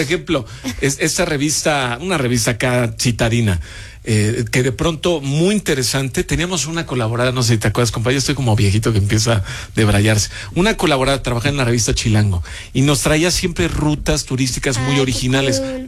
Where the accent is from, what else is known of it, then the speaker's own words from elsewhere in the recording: Argentina; Claro, como nosotros somos argentinos.